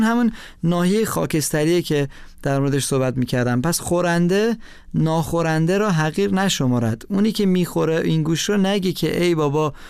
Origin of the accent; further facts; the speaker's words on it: Iran; من در خانواده بزرگ شدم یا در کشوری بزرگ شدم که میتونم بگم شراب خوردن گناه بسیار بزرگی بود